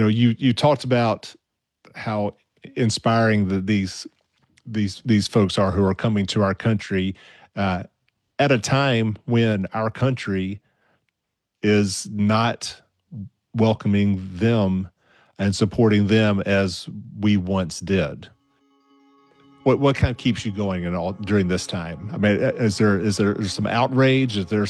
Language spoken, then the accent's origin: English; Alabama, United States; we just premiered a new episode of Buzz in my home state of Alabama